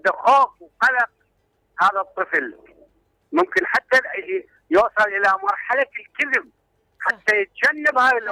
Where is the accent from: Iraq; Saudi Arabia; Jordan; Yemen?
Iraq; احنا نترحم على الزمن الجميل يعني، خصوصا عندنا بالعراق